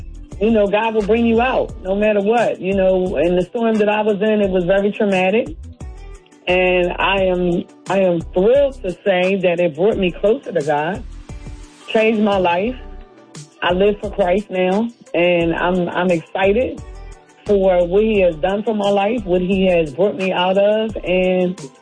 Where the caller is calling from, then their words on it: Philadelphia, Pennsylvania, United States; I'm calling from Philadelphia, PA.